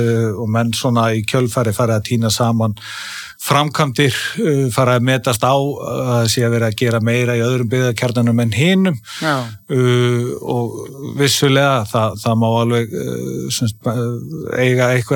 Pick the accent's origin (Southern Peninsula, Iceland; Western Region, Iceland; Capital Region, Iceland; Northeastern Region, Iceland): Southern Peninsula, Iceland; Sandgerði; Ég fættur uppalinn hérna á Íslandi og búsettur í Sangeri bara nær allt mitt líf